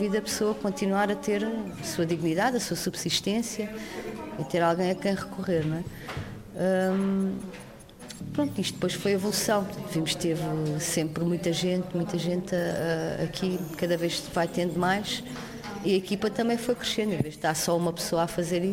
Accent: Almada, Lisbon, Portugal; born there; Sim, eu não nasci aqui, não é? Nasci em Almada. Minha juventude também sempre relacionei com pessoas aqui, conheço o Monte da Caparica, mas depois só vim trabalhar para cá em 2008.

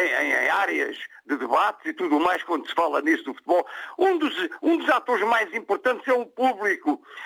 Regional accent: Torres Vedras, Lisbon, Portugal; born there; da minha terra, Torres Vedras

